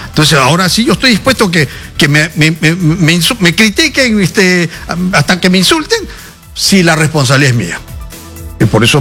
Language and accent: Spanish; Peru; Tú sabes cómo somos los peruanos